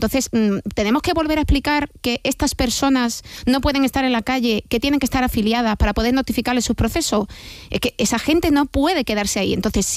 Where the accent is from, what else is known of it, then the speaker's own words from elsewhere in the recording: Andalusia, Spain; yo soy de Andalucía